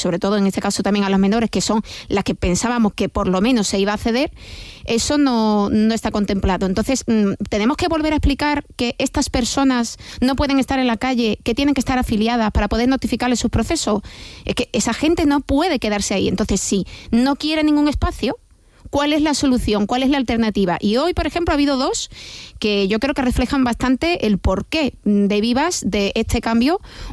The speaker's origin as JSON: {"language": "Spanish", "region": "Andalusia", "country": "Spain", "said": "como sabéis, yo soy de Andalucía, pues he estado muy atenta a lo que decía el presidente"}